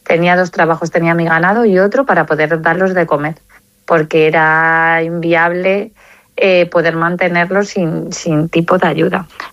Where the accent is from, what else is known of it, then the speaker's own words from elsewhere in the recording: Mombeltrán, Castile and León, Spain; Soy del Barranco de las Cinco Villas, soy de Montbeltrán y tengo mi explotación en Santa Cruz del Valle.